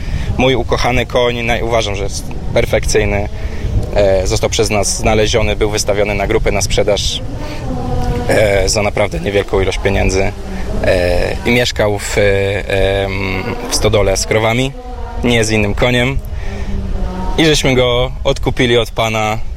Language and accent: Polish; Gdańsk, Pomeranian Voivodeship, Poland; ja z Gdańska jestem, a do Warszawy dojeżdżamy co weekend z tatą, żeby grać.